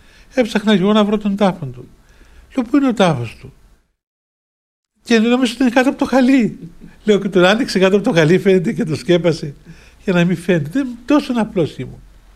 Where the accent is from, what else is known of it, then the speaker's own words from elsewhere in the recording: Limassol, Limassol District, Cyprus; Είμαι από τη Λεμεσό, είμαι διάκονος.